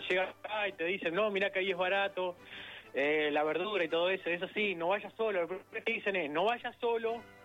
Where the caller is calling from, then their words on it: Tacuarembó, Uruguay; de Tacuarembó.